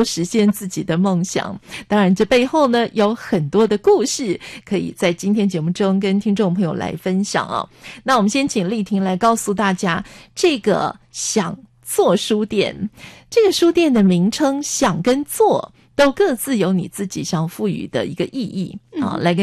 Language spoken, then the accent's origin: Chinese; Taipei, Taiwan; 对于我们台北人来讲，因为对新竹不熟嘛，